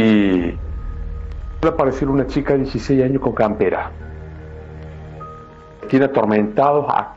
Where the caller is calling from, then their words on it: Córdoba, Argentina; los escucho desde Córdoba Capital.